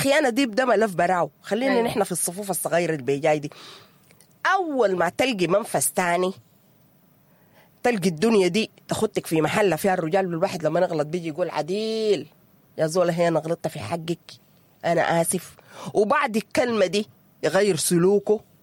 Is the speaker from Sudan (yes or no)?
yes; Sudan; احنا كسودانيين متعودين على الاحتزار، اهو ده احتزارنا يا ناس